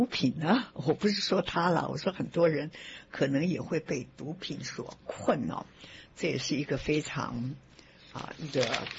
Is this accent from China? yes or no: yes; China; now in Long Island, United States; 住我们中国人说食衣住行，现在看起来住很难呐。